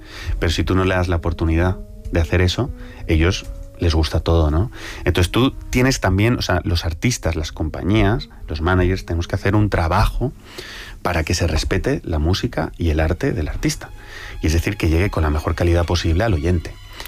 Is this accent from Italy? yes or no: yes; Italy; que me voy hacia el italiano, porque también soy italiano